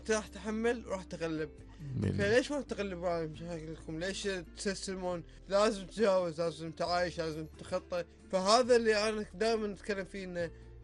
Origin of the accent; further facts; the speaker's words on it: Kuwait; عندنا في الكويت